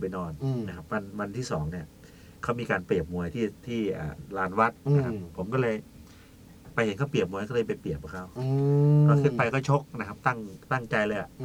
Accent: Yasothon, Thailand; ผมเป็นคนยโสธรนะครับพี่น้องอีสานเท่าขันฟังอยู่นะครับเป็นคนที่พันท่าสมอเลยครับตำบลม่วงอำเภอมหาชนชัยจังหวัดยโสธร

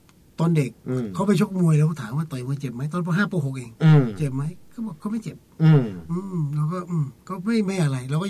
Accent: Chaiya, Surat Thani, Thailand; เป็นคนจังหวัดสุราษฎร์ธานีอำเภอชัยยาจังหวัดสุราษฎร์ธานี

